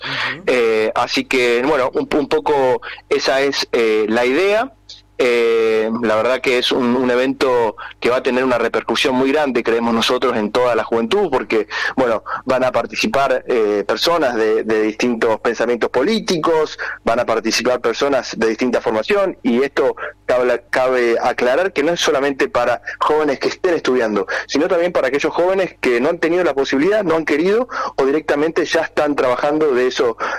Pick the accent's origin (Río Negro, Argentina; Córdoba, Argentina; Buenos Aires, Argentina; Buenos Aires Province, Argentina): Río Negro, Argentina; El Bolsón; soy del Bolsón